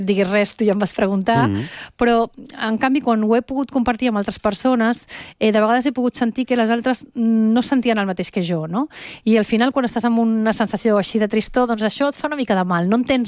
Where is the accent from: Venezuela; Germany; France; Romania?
Venezuela; accent: Venezuelan; now in Barcelona, Spain; jo quan vaig arribar de Venezuela, vaig venir directe de Venezuela aquí a Barcelona, parlava un català amb accent venezolà, perquè la meva mare sempre ens ha parlat català a casa, des de ben petits.